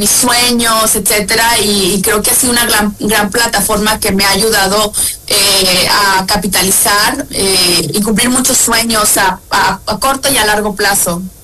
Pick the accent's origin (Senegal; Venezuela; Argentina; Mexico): Mexico; moved away as an adult; now in New York, United States; ya no vivo acá, vivo en Manhattan, pero muy agradecida de regresar, a México con mi gente después de tantos años, 7 años.